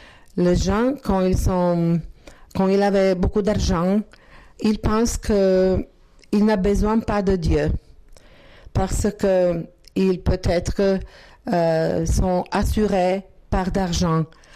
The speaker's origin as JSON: {"language": "French", "town": "Zagreb", "region": "City of Zagreb", "country": "Croatia", "second_language": "French", "said": "Nous viendrons de Zagreb, de capitale, et nous habitons à une petite paroisse, mais pas petite. Il y a 7000 habitants. Et aussi, c'est une paroisse plus vieille"}